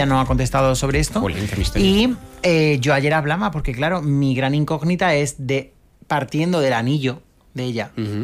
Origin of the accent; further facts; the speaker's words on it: Pamplona, Navarre, Spain; pero si yo soy de Pamplona, ¿cómo me voy a poner yo una mecha californiana?